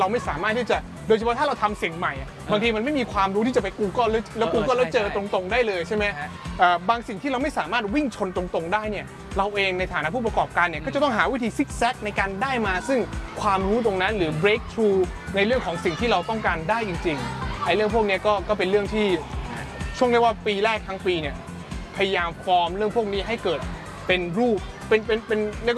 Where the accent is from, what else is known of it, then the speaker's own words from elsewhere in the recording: Ko Samui, Surat Thani, Thailand; แล้วผมเป็นคนชาวสมุยผมต้องเล่าให้พี่ฟังนะผมเป็นชาวสมุยที่สมุยเนี่ยมันเป็นเมืองท่องเที่ยวมันไม่ใช่เมืองของ IT เท่าไหร่